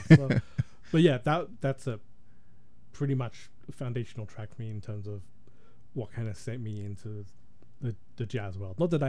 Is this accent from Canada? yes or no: no; England, United Kingdom; moved away as an adult; I grew up in England. I left when I was, I think, around 23, 24. To like a mixed race household. So my mom is Sri Lankan, my dad's British